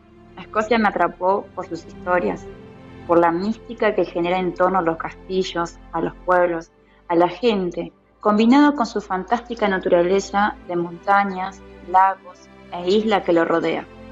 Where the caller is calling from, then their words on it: Argentina; de Argentina.